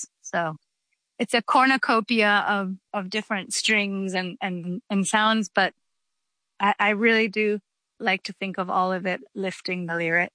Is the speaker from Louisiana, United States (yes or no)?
no; Georgia, United States; born or raised there